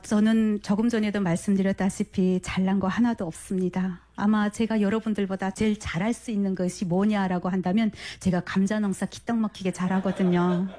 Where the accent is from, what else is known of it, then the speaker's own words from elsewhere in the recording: North Korea; moved away as an adult; now in South Korea; 대영단에서 태어났고 대영단에서 군대를 갔었고 거기서 전역해서 사회생활을 하다가 2015년도에 12살 딸아이와 함께 압록강을 건넜습니다.